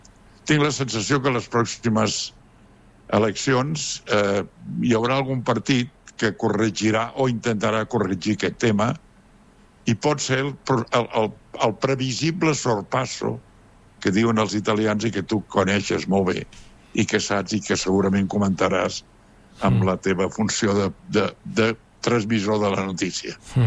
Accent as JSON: {"language": "Catalan", "town": "Sant Joan de les Abadeses", "region": "Catalonia", "country": "Spain", "said": "el meu poble, que és Sant Joan de les Abadeses"}